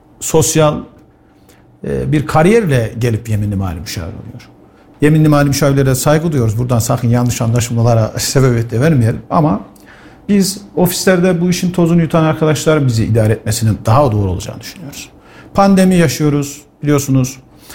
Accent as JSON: {"language": "Turkish", "region": "Kayseri", "country": "Turkey", "tie": "born or raised there", "also_born_or_lived": "Şarkışla, Sivas", "said": "Ben 1977 Sivas Şarkışı'da doğumluyum. Babamın kamu görevi nedeniyle Kayseri'de yerleşmişiz."}